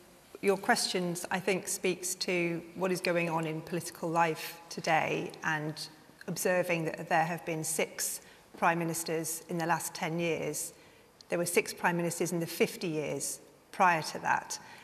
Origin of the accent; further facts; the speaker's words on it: Darlington, North East England, United Kingdom; I got elected to Parliament for my hometown in Darlington